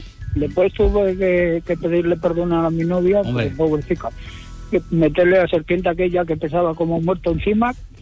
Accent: Salou, Catalonia, Spain; Buenos días … de Salou.

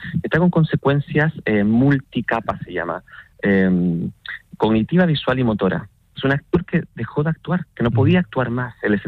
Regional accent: Chile; moved away; Yo nací en dictadura militar.

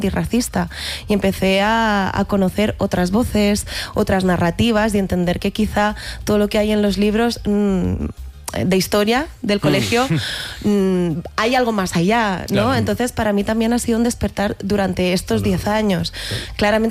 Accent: Barcelona, Catalonia, Spain; born there; now in Madrid, Spain; Yo nací en Barcelona, o sea, soy súper catalana, aunque muchos no quieran aceptarlo, pero llevo 14 años en Madrid, entonces tengo un popurrí de acentos que es que ni yo misma me acabo de encontrar.

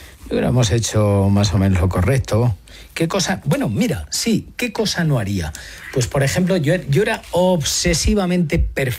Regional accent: Montiel, Castilla-La Mancha, Spain; cuando salí de Montiel, mi pueblo y el vuestro, a partir de ahora, yo salí a jugar

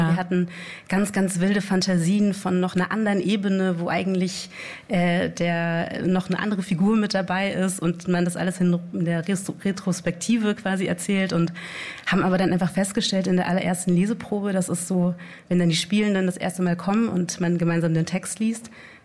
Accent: Southern Germany, Germany; Nee, ich komme aus Süddeutschland.

